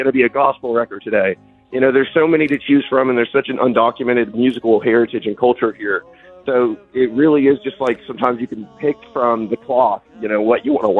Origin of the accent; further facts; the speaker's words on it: Cleveland, Ohio, United States; I grew up in the church, and some of the vinyl records I first did were actually from the churches I grew up in here in Cleveland.